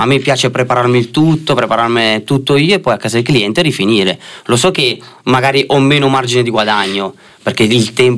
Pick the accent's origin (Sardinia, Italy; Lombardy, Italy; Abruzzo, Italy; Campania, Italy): Campania, Italy; Naples; moved away; sono nato e cresciuto a Napoli, poi ci siamo trasferiti qua nel 2003, e quindi dietro mi porto sempre la mia terra, ovviamente.